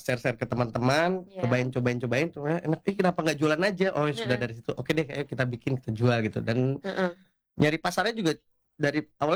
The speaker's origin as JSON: {"language": "Indonesian", "region": "Jakarta", "country": "Indonesia", "said": "Kebetulan saya asli dari Jakarta."}